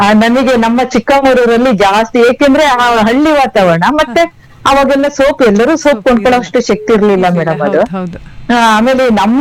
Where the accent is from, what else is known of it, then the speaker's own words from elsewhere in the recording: Karnataka, India; ನಮ್ಮ ಹಳ್ಳಿ ಕಡೆ ಮಲ್ನಾಡ್ ಸೀಮೆಲ್ಲೆಲ್ಲ ನದಿ ಹೊಳೆಗೆಲ್ಲ ತುಂಬೋಗ್ಬಿಡುತ್ತಲ್ಲ